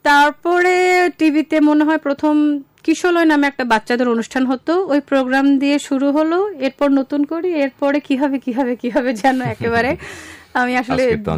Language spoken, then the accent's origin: Bangla; Dhaka, Dhaka Division, Bangladesh; আমার জন্ম ঢাকায়, আমার একেবারে সবকিছু ঢাকার মালিবাগ চৌধুরীপাড়া।